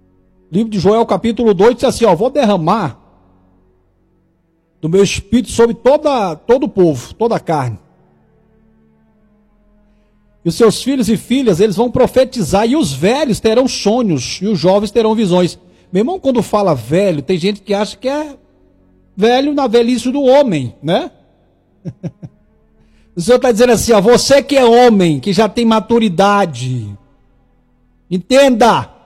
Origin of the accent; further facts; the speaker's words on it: Tocantins, Brazil; Eu sou do Tocantins, viu? Goiano. Quando eu nasci era Goiás ainda.